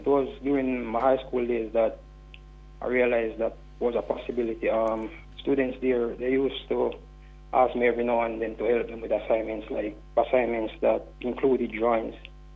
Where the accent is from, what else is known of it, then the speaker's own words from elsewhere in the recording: Malvern, Saint Elizabeth, Jamaica; Yeah, I'm from Malvern.